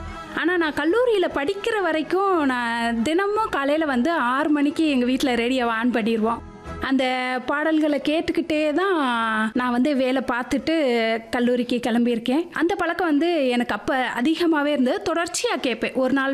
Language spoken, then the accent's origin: Tamil; Virudhunagar, Tamil Nadu, India; நான் ஒரு தமிழ் பேராசிரியர். விருதுநகர்ல பிறந்தேன். பள்ளி படிப்பையும் கல்லூரி படிப்பையும் விருதுநகர்லயே முடிச்சிருக்கேன்.